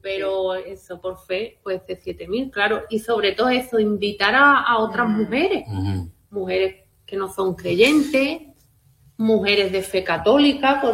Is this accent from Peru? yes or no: no; Andalusia, Spain; Que nosotros estamos acostumbradas a nuestras comidas andaluzas.